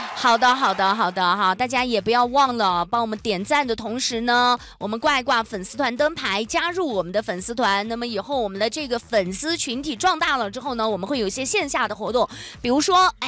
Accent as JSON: {"language": "Chinese", "region": "Yunnan", "country": "China", "said": "我们云南人真的热情又大方，还有点颠颠的感觉"}